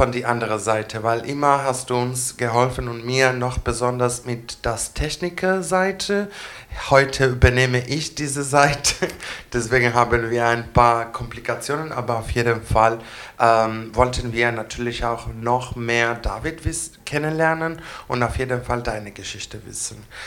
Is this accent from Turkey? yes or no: no; Greece; German is a second language; now in Düsseldorf, Germany; Ich komme aus Griechenland und ich bin seit 2017 in Düsseldorf.